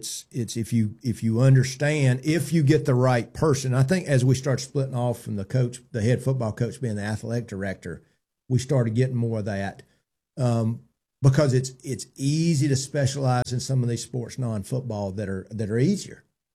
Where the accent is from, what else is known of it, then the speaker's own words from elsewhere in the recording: Ohatchee, Alabama, United States; moved away; also born or lived in Piedmont, Alabama; I came from a small school. You know, I grew up in Ohatchee and Piedmont.